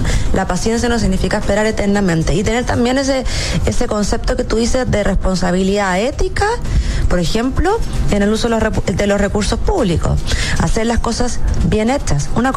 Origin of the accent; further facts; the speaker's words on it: Chile; tenemos que también ser responsables en responder a los contribuyentes, que somos todos los chilenos.